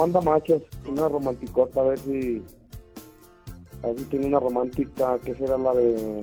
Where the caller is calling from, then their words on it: Zacatecas, Mexico; Yo soy de las Catarinas.